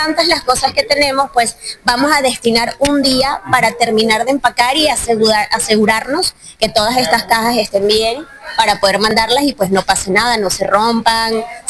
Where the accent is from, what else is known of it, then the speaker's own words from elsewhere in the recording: Venezuela; now in Yucatán, Mexico; no solamente somos venezolanos